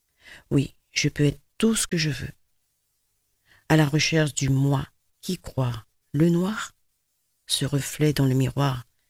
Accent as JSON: {"language": "French", "country": "French Guiana", "said": "Un petit peu tout, puis beaucoup de zouk, puisque je suis guyanaise."}